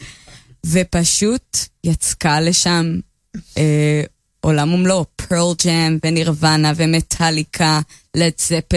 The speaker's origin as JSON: {"language": "Hebrew", "town": "Jerusalem", "region": "Jerusalem District", "country": "Israel", "tie": "born or raised there", "said": "באמת גדלתי במלחה, והרבה ממה שהיינו שומעות זה כזה פופ, כן?"}